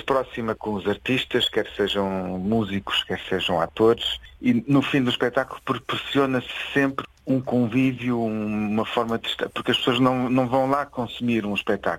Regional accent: Covilhã, Centro, Portugal; also born or lived in Évora; Perto de Ceia, sou da zona da Beira Baixa, sou da Covilhã.

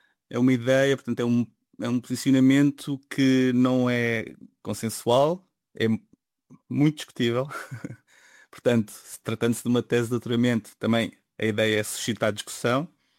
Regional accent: Portugal

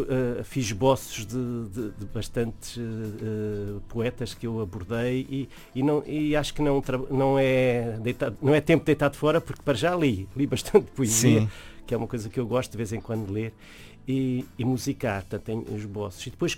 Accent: Mozambique; born there; moved away; Há um regresso um bocado diferente a Moçambique, onde nasci

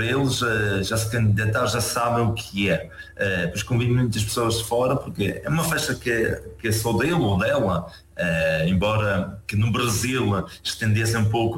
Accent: Madeira, Portugal; Não sou da Camacha, mas da Ilha da Madeira.

